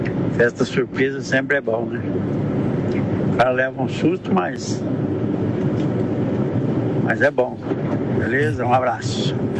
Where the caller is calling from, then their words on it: Curitiba, Paraná, Brazil; Sou de Curitiba, mas estou no momento aqui indo para Maringá